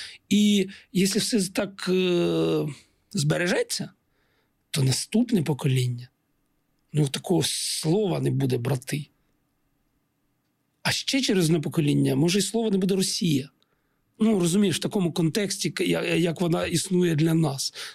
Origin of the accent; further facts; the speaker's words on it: Eastern Ukraine, Ukraine; я східняк.